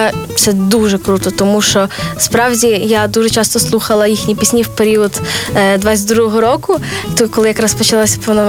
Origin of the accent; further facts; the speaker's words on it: Lviv, Lviv Oblast, Ukraine; Я родом зі Львова.